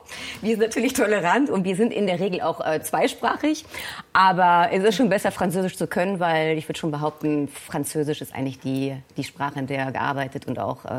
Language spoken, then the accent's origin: German; Germany; nicht nur für mich als Deutsche.